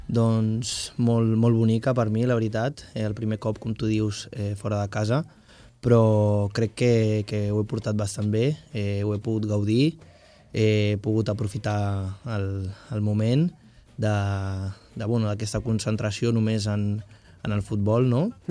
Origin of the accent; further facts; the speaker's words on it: Brazil; first language Portuguese; Catalan is a second language; moved away; also born or lived in Madeira; El portuguès, com soc brasiler, doncs el domino